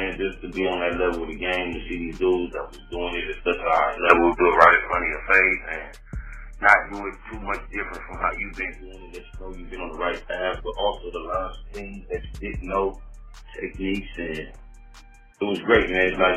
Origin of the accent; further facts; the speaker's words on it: Compton, California, United States; I'm from Compton, slash Los Angeles, South Central, California.